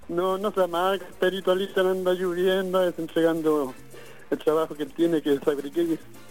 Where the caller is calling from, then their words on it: Chile; nosotros tenemos hartas cosas lindas acá en Chile.